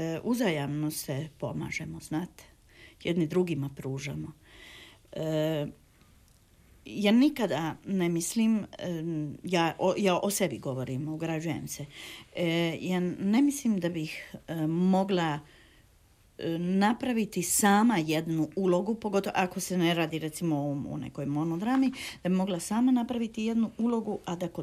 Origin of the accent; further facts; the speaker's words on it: Dubrovnik, Dubrovnik-Neretva County, Croatia; moved away as an adult; Ja sam bila jedna mala provincijalka, došla sam iz Dubrovnika